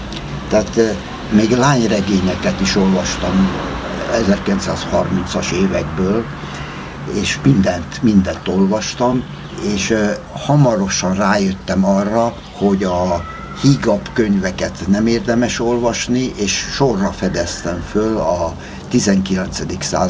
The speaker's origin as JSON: {"language": "Hungarian", "region": "Budapest", "country": "Hungary", "tie": "born or raised there", "said": "az anyai nagyapám, akik neveltek engem ott Teleki téren."}